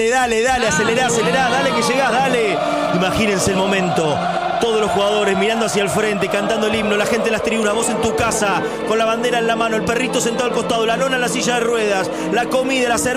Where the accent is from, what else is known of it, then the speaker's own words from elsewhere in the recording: Argentina; somos todos argentinos.